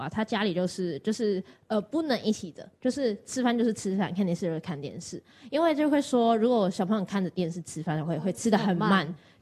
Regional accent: Hong Kong; 我是香港人嘛。

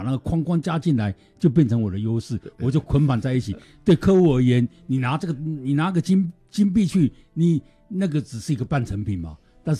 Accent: China; 我们中国人常讲，有关系就没有关系，没关系就有关系嘛。

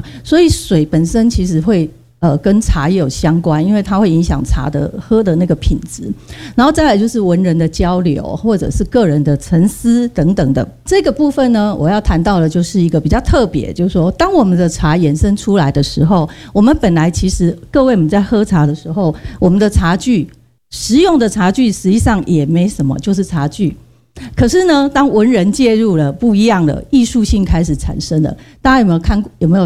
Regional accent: central Taiwan, Taiwan; born there; 我因为我的出生的地方跟萧老师，我们都是中部人，中部人跟北部人有一个很大的不同。

